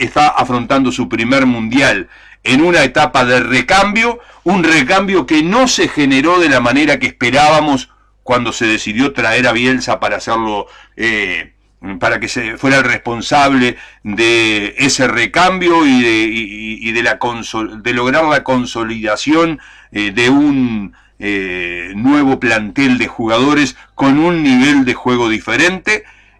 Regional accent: Uruguay; los uruguayos somos así además

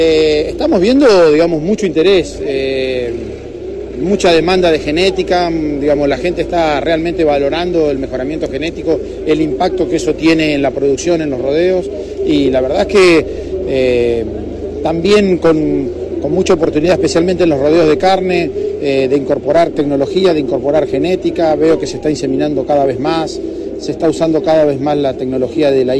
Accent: Argentina

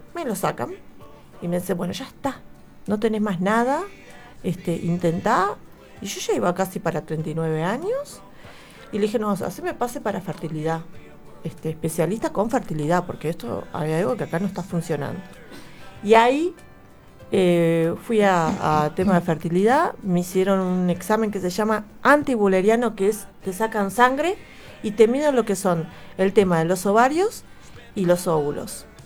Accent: Uruguay

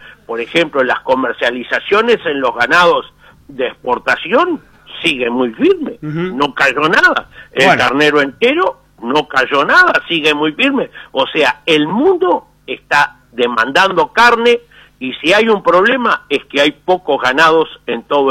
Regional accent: Uruguay; como uruguayo que nos sentimos y patriotas

